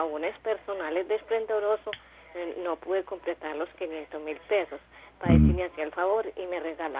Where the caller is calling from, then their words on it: Villahermosa, Tolima, Colombia; De Villahermosa.